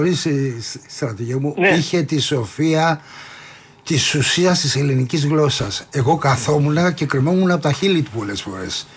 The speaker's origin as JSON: {"language": "Greek", "country": "Greece", "said": "μόλις καταλαβαίνω ότι είμαστε Έλληνες"}